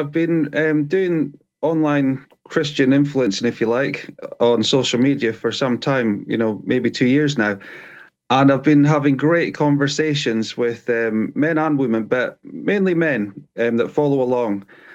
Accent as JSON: {"language": "English", "region": "Scotland", "country": "United Kingdom", "tie": "born or raised there", "lives_now": "Cornwall, United Kingdom", "said": "I'm actually, I was brought up in Scotland, but I do live in Cornwall now. So on the jam side of the border."}